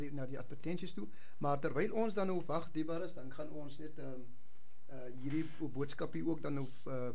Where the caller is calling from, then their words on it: Wellington, Western Cape, South Africa; Ek is ook ingeskakel uit die Boland, Wellington.